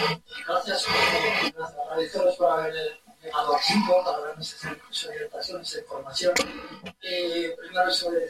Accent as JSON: {"language": "Spanish", "region": "Rif", "country": "Morocco", "moved": "yes", "said": "soy del norte, de Rifi, especialmente, soy de la zona de Rifi y Refino, de Visa."}